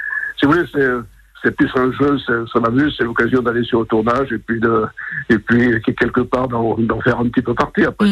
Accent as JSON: {"language": "French", "town": "Bordeaux", "region": "Nouvelle-Aquitaine", "country": "France", "tie": "born or raised there", "moved": "yes", "said": "je rentre à Bordeaux, puisque je suis originaire de Bordeaux"}